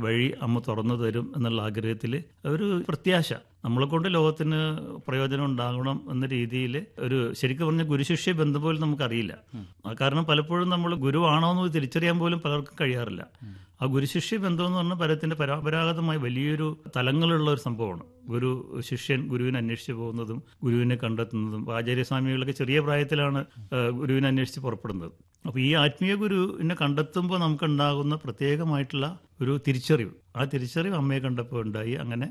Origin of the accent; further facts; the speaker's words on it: Kochi, Kerala, India; ഞാൻ പഠിച്ചതും വളർന്നതും ഒക്കെ എറണാകുളമാണ് എൻ്റെ നഗരം. എറണാകുളത്ത് മരസ് കോളേജിലാണ് പഠിച്ചത്.